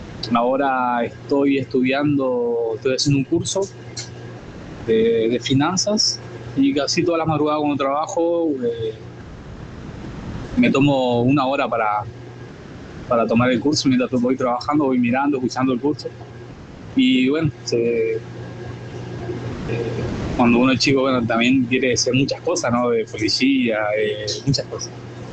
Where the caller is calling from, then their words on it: Santa Catarina, Brazil; acá de Brasil, Santa Catarina. Trabajando como siempre acá en la panadería